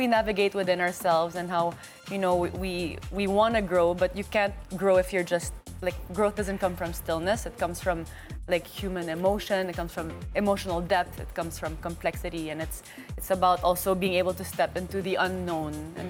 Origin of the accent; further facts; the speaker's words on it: Philippines; I love the Philippines. I'm Filipino. I love Filipino people.